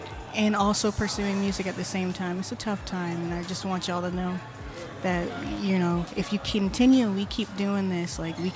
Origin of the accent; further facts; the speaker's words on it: the South, United States; my own childhood and the things that I saw growing up in the South.